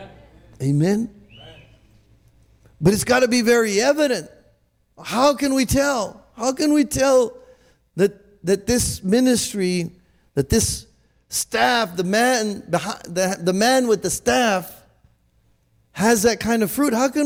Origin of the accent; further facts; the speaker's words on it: Torreón, Coahuila, Mexico; moved away; I went to my hometown, Torreon